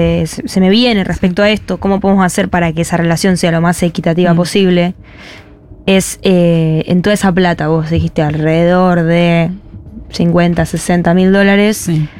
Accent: Argentina; soy argentina

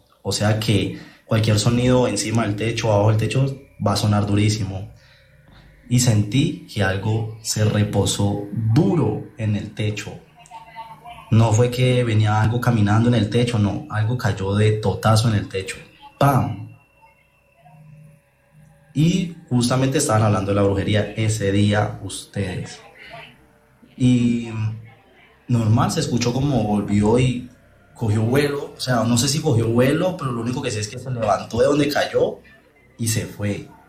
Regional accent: Valle del Cauca, Colombia; yo soy de aquí del Valle, yo soy del Valle de Cauca, ¿no?

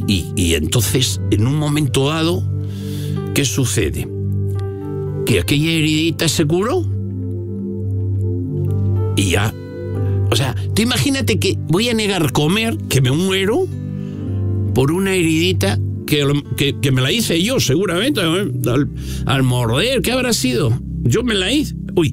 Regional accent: León, Castile and León, Spain; moved away; estaba en mi pueblo, perdón, en León.

